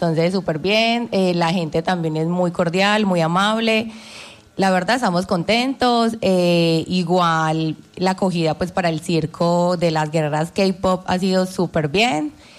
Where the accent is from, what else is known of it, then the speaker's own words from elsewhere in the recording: Medellín, Antioquia, Colombia; Yo soy de Medellín.